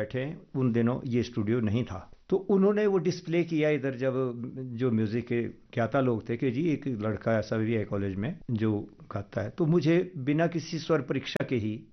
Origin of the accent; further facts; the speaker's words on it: Bidrohi, Himachal Pradesh, India; also born or lived in Bilaspur; बचपन जी मेरा तहसील सरकाघाट, मेरा गाँव का नाम है बिद्रोही, और बिद्रोही गाँव लगभग रिवालसर से कोई 20 किलोमीटर आगे है, बहुत इंटीरियर का गांव है।